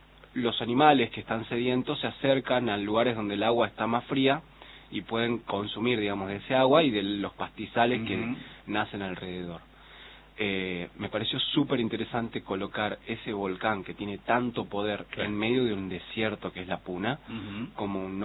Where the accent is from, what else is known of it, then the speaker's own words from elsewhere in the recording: San Salvador de Jujuy, Jujuy, Argentina; now in Resistencia, Argentina; Yo soy jujeño, nacido en San Salvador de Jujuy, criado en una familia de folcloristas